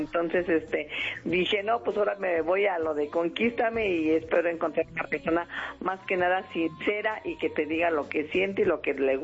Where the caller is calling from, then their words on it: Zumpango, State of Mexico, Mexico; De Zumpango, Estado de México. Zumpango.